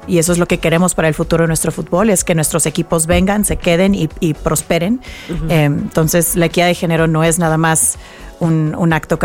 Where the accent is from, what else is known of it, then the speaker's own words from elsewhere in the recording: Mexico; moved away as an adult; now in United States; soy mexicana, crecí en México, aunque ahora me toca trabajar en Estados Unidos.